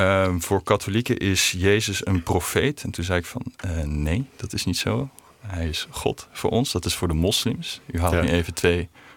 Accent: Belgium; also born or lived in Netherlands; Ja, zoals gezegd … Ik ben opgegroeid in België. Mijn ouders zijn wel Nederlands, dus dat maakt me een soort van Nederbelg. Ik ben later gaan studeren in Nederland.

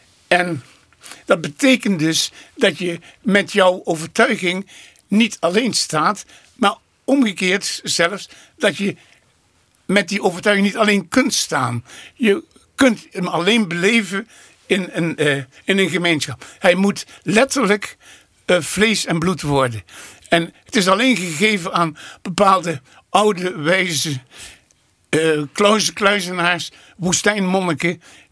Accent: Venlo, Limburg, Netherlands; En dus in het stadje Venlo, waar ik geboren ben en getogen ben. Ja, en daar heb ik dus ook, zeg maar, de jaren 60 beleefd.

